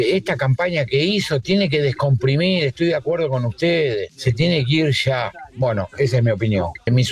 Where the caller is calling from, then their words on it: Floresta, Buenos Aires, Argentina; de Floresta.